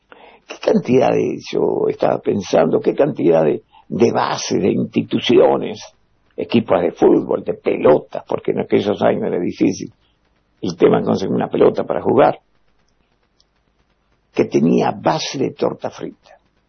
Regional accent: Argentina; yo soy argentino.

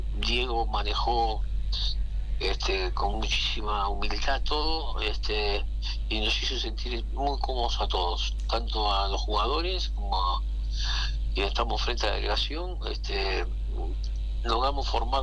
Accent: Uruguay; Viste como somos los uruguayos

